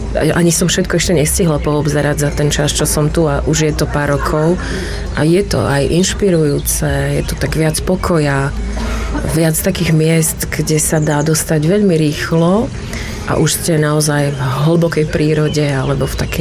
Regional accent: Prešov, Prešov Region, Slovakia; moved away as an adult; now in Ružomberok, Slovakia; stále som Prešovčanka

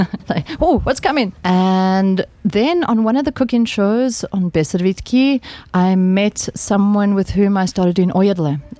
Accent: South Africa; now in Slovakia; I'm a South African who is living in Slovakia. I've been here now for 14 years.

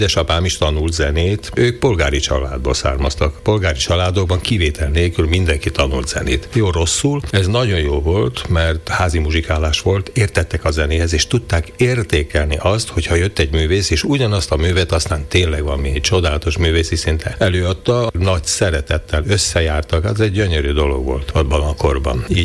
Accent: Košice, Košice Region, Slovakia; Például Kassán, az az én szülővárosom

